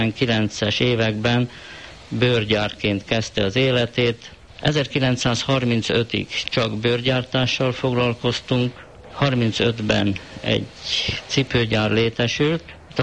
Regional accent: Vas, Hungary; born there; also born or lived in Szombathely; én itt Szombathelyen érettségiztem. Hazafele kerékpárra mentem, ez olyan 30 kilométer a szülőfalumhoz

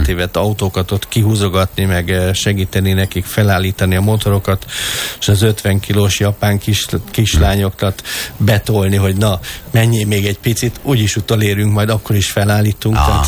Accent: Hungary; Szerintem nincs olyan magyar versenyző, akit jobban ismernének ott, mint engem.

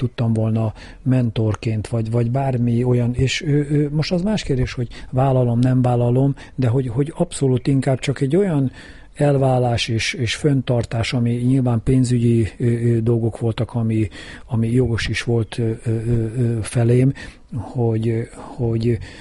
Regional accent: Kecskemét, Bács-Kiskun, Hungary; nem csak azért, mert itt születtem, ugye a városközpontban, itt nőttem fel a egyik városrészbe, ugye a Széchenyi városba

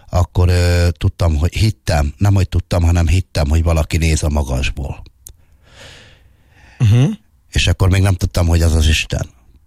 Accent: Baktalórántháza, Szabolcs-Szatmár-Bereg, Hungary; Baktalarendháza.

